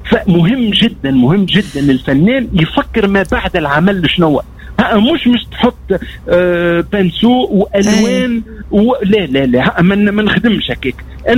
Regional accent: Kairouan, Kairouan Governorate, Tunisia; ترويج لمدينتي مدينة القيروان، مدينة الجنوب.

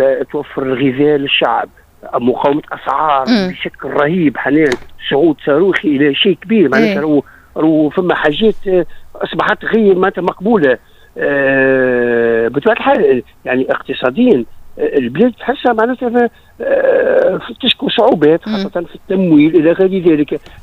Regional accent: Tunisia; احنا تونسي

